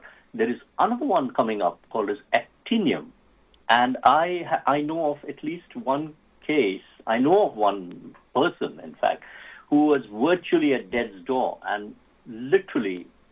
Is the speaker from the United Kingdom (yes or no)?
no; Pune, Maharashtra, India; I was from Loyola High School, in Pune.